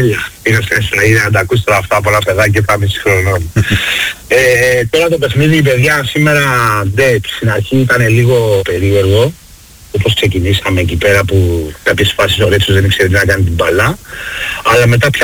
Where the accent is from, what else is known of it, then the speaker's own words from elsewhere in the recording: Piraeus, Attica, Greece; moved away as an adult; now in Brisbane, Australia; Από Πειραιά είμαι, από Πειραιά είμαι.